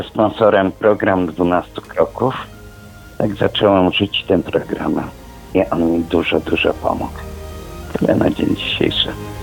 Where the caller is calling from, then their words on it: Zawiercie, Silesian Voivodeship, Poland; Jestem alkoholikiem, dzwonię z Zawiercia.